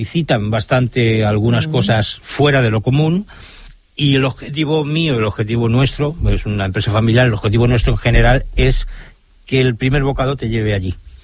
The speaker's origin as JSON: {"language": "Spanish", "town": "Sant Boi de Llobregat", "region": "Catalonia", "country": "Spain", "said": "San Boi, mi pueblo"}